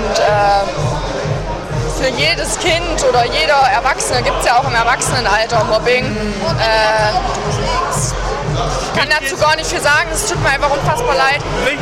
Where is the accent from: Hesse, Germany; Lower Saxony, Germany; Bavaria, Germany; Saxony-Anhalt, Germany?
Saxony-Anhalt, Germany; Sangerhausen; Ich bin in Sangerhausen aufgewachsen. Ich kenne das Rosarium schon seitdem ich klein bin.